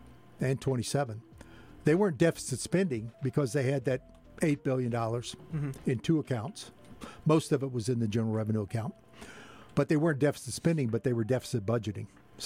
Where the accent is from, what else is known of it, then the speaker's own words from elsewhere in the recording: Salem, Missouri, United States; my hometown of Salem